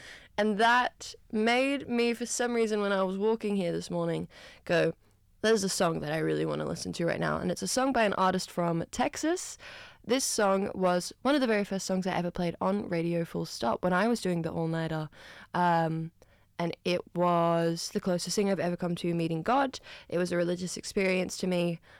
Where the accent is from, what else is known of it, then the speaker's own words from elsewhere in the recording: New South Wales, Australia; I grew up on Wangal and Awabakal land